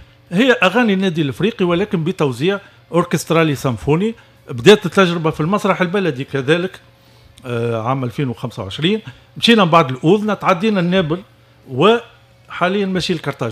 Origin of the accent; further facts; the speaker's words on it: Tunisia; لقينا التجاوب بلدي تونس